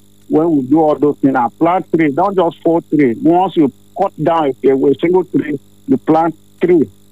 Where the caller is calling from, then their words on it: Makurdi, Benue, Nigeria; I'm calling here in Agbo, Makurdi, Benue State.